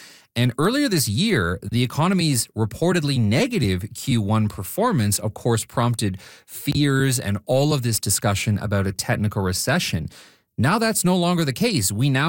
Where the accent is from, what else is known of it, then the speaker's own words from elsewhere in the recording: Toronto, Ontario, Canada; And I grew up in Toronto and still call it the Sky Dome.